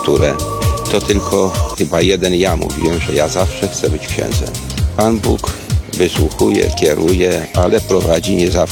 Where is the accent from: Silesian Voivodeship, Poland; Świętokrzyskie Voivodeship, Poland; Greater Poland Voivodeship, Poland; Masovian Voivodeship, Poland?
Świętokrzyskie Voivodeship, Poland; Osiek; moved away as an adult; now in Szczecin, Poland; w mojej rodzinnej miejscowości, takie małe miasteczko Osiek, niedaleko Sandomierza